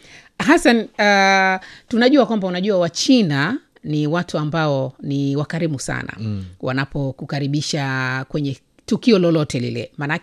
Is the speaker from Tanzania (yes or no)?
yes; Tanzania; moved away as an adult; now in China; Nikamwambia natoka Tanzania.